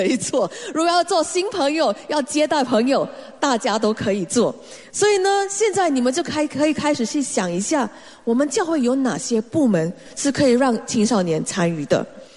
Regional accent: Singapore; 有时候我知道身为华人，身为亚洲人，我们很想得到答案。我们如果在我记得我在上学的时候，在新加坡我们有一个叫 10-year series，

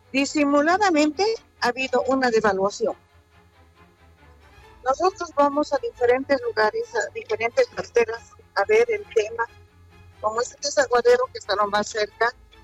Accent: Bolivia

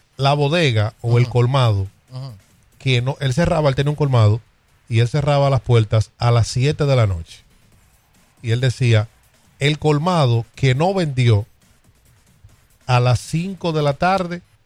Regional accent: Licey al Medio, Santiago, Dominican Republic; now in Providence, United States; allá de donde yo soy, en el campo, en Licey, Las Palomas

